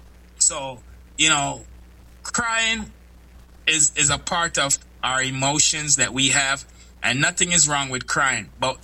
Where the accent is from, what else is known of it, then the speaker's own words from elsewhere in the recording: Kingston, Jamaica; I grew up in East Kingston, Franklin Town, Vineyard Town.